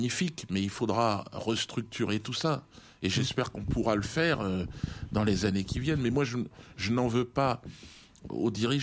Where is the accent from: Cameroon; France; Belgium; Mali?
Cameroon; En tant que Camerounais, si tu veux, je sais ce qu'a fait De Gaulle au Cameroun.